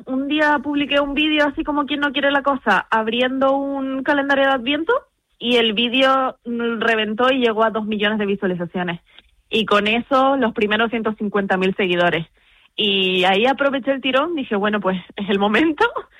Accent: Canary Islands, Spain; Mi compañera vive en Tenerife y yo soy de Gran Canaria.

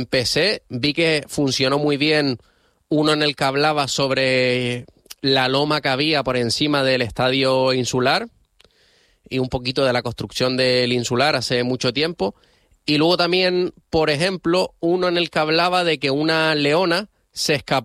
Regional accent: Las Palmas de Gran Canaria, Canary Islands, Spain; born there; soy canario

